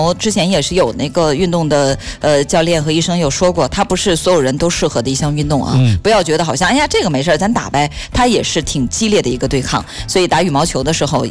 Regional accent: Yingkou, Liaoning, China; moved away; 我老家营口都有营口银行

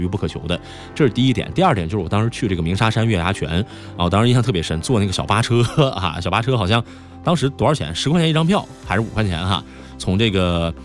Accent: Hebei, China; 因为我是北方人吧，啊，老家河北的，基本上河北虽然说也有类似于这种沙漠的地貌哈，但我是在河北没见过的哈。

